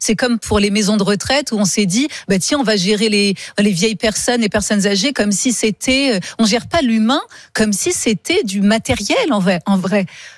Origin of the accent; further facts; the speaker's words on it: Poitiers, Nouvelle-Aquitaine, France; now in Paris, France; j'ai grandi à Poitiers